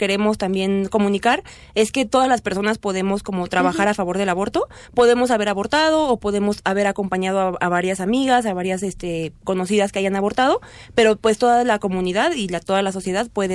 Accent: Nezahualcóyotl, State of Mexico, Mexico; Ahí crecí, me salí un ratito y ya acabo de regresar.

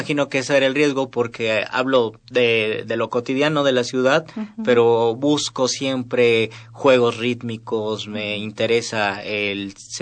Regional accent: Mexico City, Mexico; accent: Mexico City; Si uno va al norte, dice, por supuesto que tienes un acento de la Ciudad de México, pero porque uno ya lo sistematizó, ya lo incorporó, no se da cuenta.

